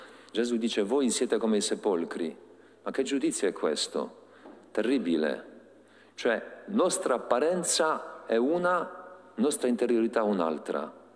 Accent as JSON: {"language": "Italian", "country": "Poland", "second_language": "Italian", "moved": "yes", "lives_now": "Italy", "said": "Io sono polacco."}